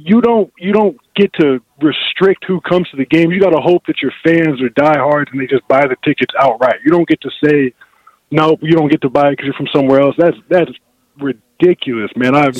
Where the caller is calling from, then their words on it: Boise, Idaho, United States; I'm from Boise